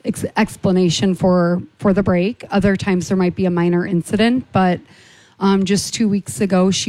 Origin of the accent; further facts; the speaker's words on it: Wapello, Iowa, United States; We're from Wapello, okay. Iowa.